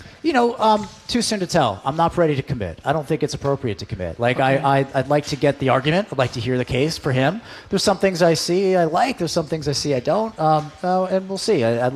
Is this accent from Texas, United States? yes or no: no; New Canaan, Connecticut, United States; Then we moved next door to New Canaan, Connecticut. My mom's from Brockton, Braintree, and then I grew up in Connecticut. Came to Tufts 2005, 10 years ago.